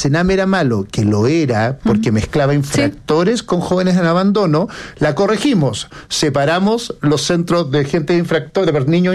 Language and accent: Spanish; Montevideo, Uruguay; yo estuve en el liceo y me crié en la Colón 9000.